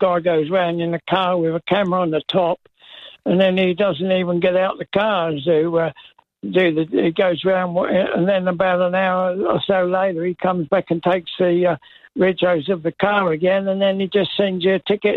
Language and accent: English; Maidstone, South East England, United Kingdom; now in Western Australia, Australia; Maidstone in Kent in the UK.